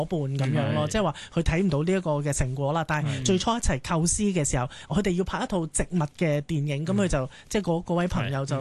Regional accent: China; 同埋嗰刻都充分表現咗，即、就、係、是、我哋中國人咧，即係其實就係咁樣。

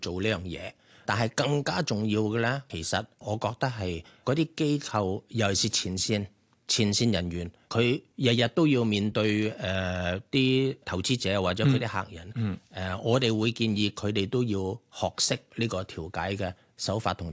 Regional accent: China; 即系因为我哋中国人，我哋叫东方智慧系以和为贵啊嘛。

